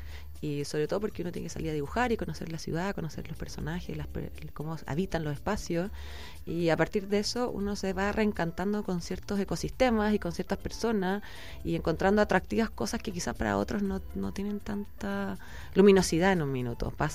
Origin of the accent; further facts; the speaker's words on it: Melipilla, Santiago Metropolitan, Chile; Yo soy de Melipilla, del campo.